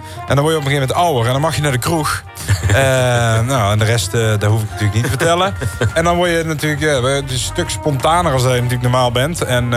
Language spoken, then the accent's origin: Dutch; Oijen, North Brabant, Netherlands; now in Berghem, Netherlands; Ben geboren en getogen in de Ooijen, maar verhuisd naar Berchem.